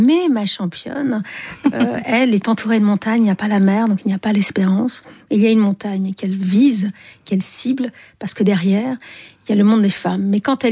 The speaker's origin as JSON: {"language": "French", "town": "Algiers", "region": "Algiers Province", "country": "Algeria", "tie": "born or raised there", "said": "parce que j'ai grandi à Alger, qui est un pays très viril, masculin."}